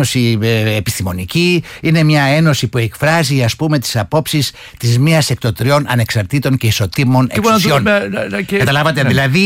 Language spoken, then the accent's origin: Greek; Thessaly, Greece; Από τη Θεσσαλία, που είμαι εγώ, από την Ήπειρο, από την Κρήτη